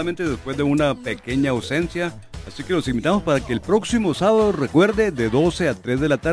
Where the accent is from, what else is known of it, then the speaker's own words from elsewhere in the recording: Ensenada, Baja California, Mexico; born there; Yo nací aquí